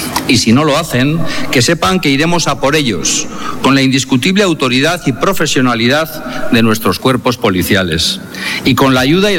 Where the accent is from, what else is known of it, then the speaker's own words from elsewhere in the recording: Bilbao, Basque Country, Spain; Última Aztenagusi como alcalde, pero no como bilbaíno.